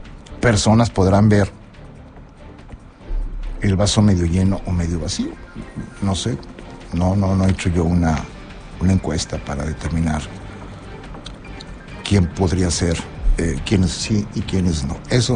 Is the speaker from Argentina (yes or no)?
no; Nuevo León, Mexico; agradezco yo como nuevo leonés.